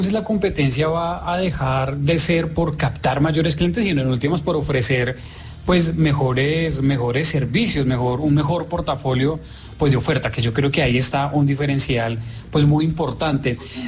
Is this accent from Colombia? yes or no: yes; Colombia